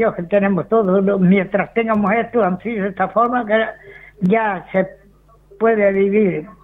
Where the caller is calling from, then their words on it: Canary Islands, Spain; Los que somos canarios, me refiero.